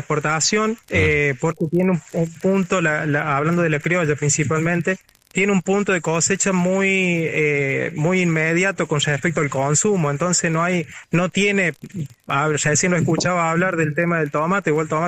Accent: Quilino, Córdoba, Argentina

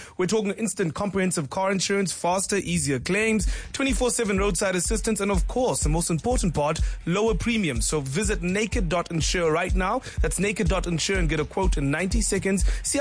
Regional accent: Durban, KwaZulu-Natal, South Africa; I'm from Durban.

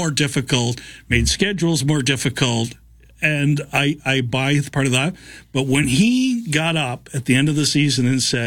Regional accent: London, Ontario, Canada; now in Victoria, Canada; I was in Red Deer, Alberta as my hometown London Knights won the 2016 Memorial Cup.

